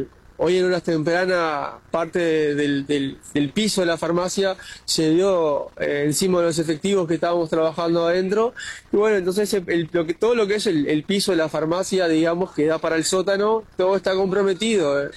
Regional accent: Uruguay; Pues en este momento somos 6 efectivos de Uruguay.

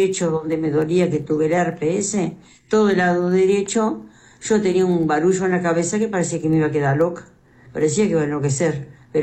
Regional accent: Tacuarembó, Uruguay; Soy de acá de Tacuarembó, sí.

